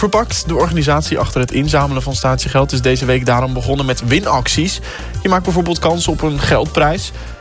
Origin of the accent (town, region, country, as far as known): Netherlands